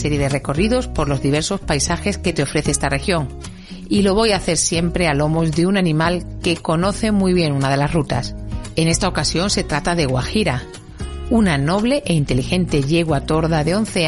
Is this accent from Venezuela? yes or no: no; Andalusia, Spain; Andalucía deja huella y ese es el propósito de este podcast. Que si ya conoces mi tierra, que si también eres de aquí, entres en sus misterios milenarios y en sus encantos naturales de otro modo, con otra perspectiva.